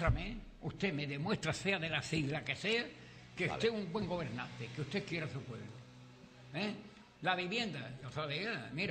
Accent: Andalusia, Spain; Como buen andaluz que soy

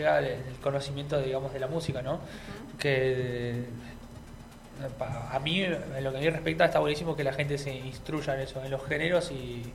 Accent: Argentina; por cómo somos nosotros los argentinos, en realidad.

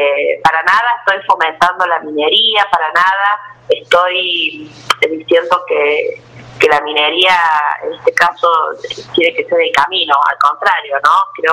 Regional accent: La Carolina, San Luis, Argentina; yo soy de acá de la Carolina, yo desde muy pequeña recuerdo la mayoría de las casas con pajonales, ¿no? Entonces la gente siempre ha sido muy humilde, la mayoría viviendo de la minería, mi abuelo fue minero

